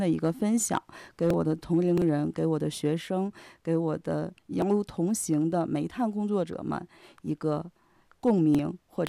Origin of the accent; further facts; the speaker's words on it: Anshan, Liaoning, China; moved away as an adult; now in Ordos, China; 我是辽宁人，辽宁鞍山人